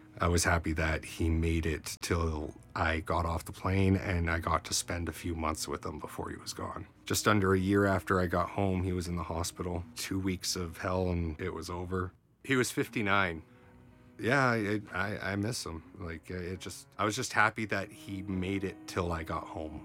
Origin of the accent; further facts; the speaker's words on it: Burnaby, British Columbia, Canada; moved away; also born or lived in Surrey, British Columbia; I grew up in Burnaby, BC, outside of New Westminster. It's near Vancouver, it's all the same area. Then I moved to Surrey.